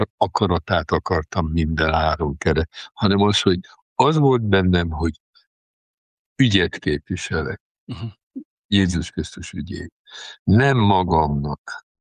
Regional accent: Sopron, Győr-Moson-Sopron, Hungary; de hát én soproni vagyok

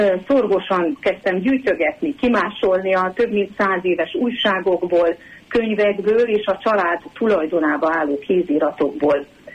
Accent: Kisbacon, Covasna, Romania; Ahogy említettem is, ott születtem Kisbaszonban. Ott nőttem fel, aztán tudatosult bennem, hogy ez egy különleges környezet és családi háttér.

